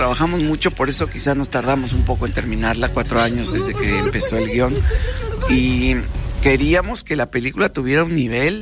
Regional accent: Salto, Uruguay; porque vivimos ahí, somos de Salto.

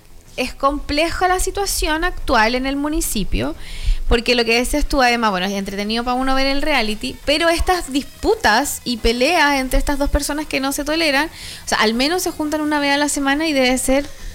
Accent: Chile; Que somos chilenos, yo creo que ese es el gran problema.

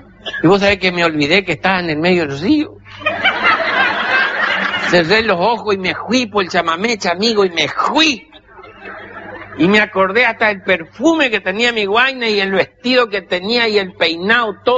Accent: Corrientes, Argentina; y escucho los chamameches, y soy solo ahí, y ahí soy bien correntino y bien argentino en el medio del río

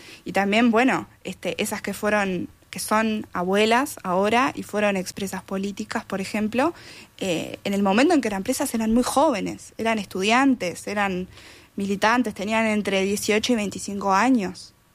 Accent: Uruguay; como uruguayos y uruguayas

